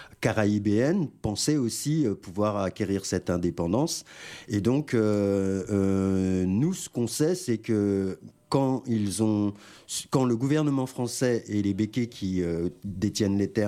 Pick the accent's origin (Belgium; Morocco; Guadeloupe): Guadeloupe; je suis originaire de la Guadeloupe